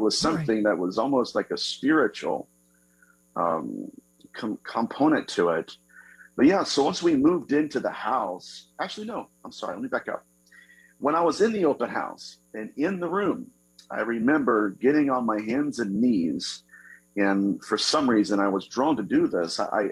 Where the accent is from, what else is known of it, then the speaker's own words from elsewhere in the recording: Dayton, Ohio, United States; I am from Dayton, Ohio, so I'm a Buckeye.